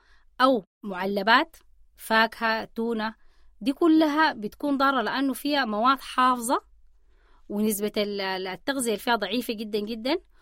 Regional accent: Sudan; احنا كسودانيين طبعا بنحب اللحمة، بنحب ناكلها في الطبيخ

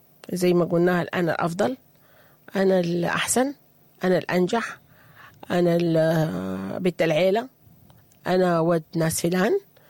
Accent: Sudan; إحنا كسودانيين

